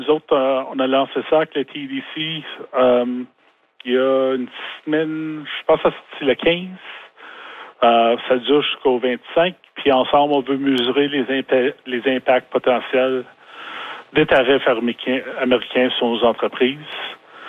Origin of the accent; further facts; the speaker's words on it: Ottawa, Ontario, Canada; now in Timmins, Canada; Moi, je suis natif d'Ottawa. J'ai déménagé ici 14 ans passés.